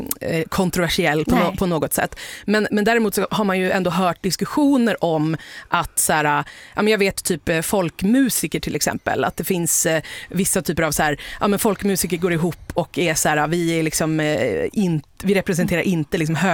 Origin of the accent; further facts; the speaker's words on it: Stockholm, Stockholm County, Sweden; jag som stockholmare skulle dyka upp i en Edsbydräkt